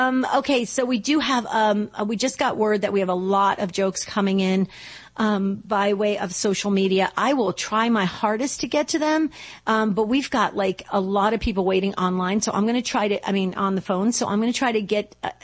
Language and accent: English; New Jersey, United States; now in Arizona, United States; Now we're going to go to New Jersey, my home state, Mattawan, New Jersey.